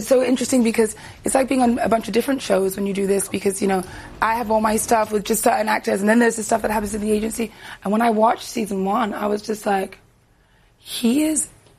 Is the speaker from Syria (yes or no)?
no; Jamaica; I'm Jamaican